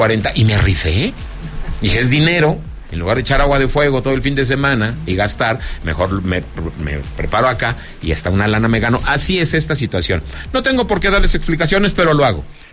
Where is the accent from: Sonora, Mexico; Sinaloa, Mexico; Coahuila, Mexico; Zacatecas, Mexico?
Zacatecas, Mexico; esto se llamaría mi tierra, Zacatecas.